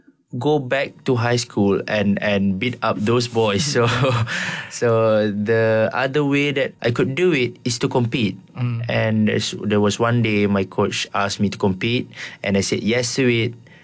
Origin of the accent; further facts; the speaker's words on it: Johor, Malaysia; I was from Johor.